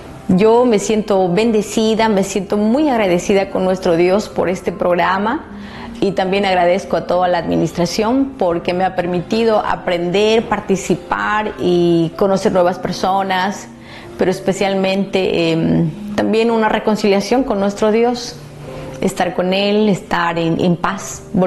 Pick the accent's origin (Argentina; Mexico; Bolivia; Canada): Bolivia; La Paz; vengo de La Paz.